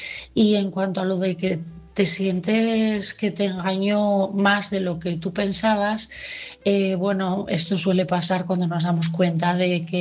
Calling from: Asturias, Spain; de Asturias

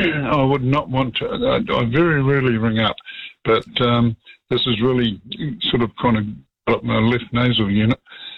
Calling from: Kerikeri, Northland, New Zealand; I live in Kerikeri

